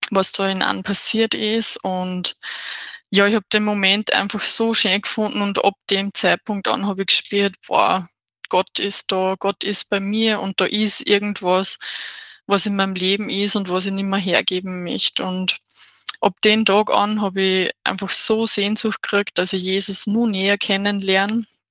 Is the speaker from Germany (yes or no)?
no; Michaelnbach, Upper Austria, Austria; moved away as an adult; also born or lived in Linz; now in Switzerland; ich bin 27 Jahre und bin gebürtig aus Michaelenbach. Das ist im Bezirk Christkirchen in Oberösterreich. Und bin dort aufgewachsen, habe auch meine Jugendzeit dort verbracht